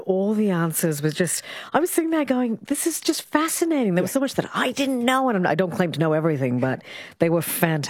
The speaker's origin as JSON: {"language": "English", "region": "Dubai", "country": "United Arab Emirates", "tie": "born or raised there", "also_born_or_lived": "Kerala, India", "moved": "yes", "said": "grew up in Dubai, so a melting pot of cultures"}